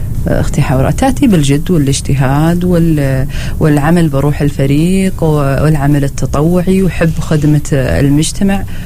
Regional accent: Al Wusta, Oman; في محافظة الوسطى بالأخص عندنا

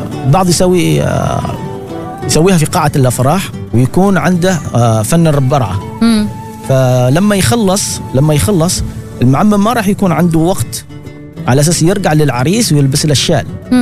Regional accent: Dhofar, Oman; نحن عندنا في محافظة الظفار

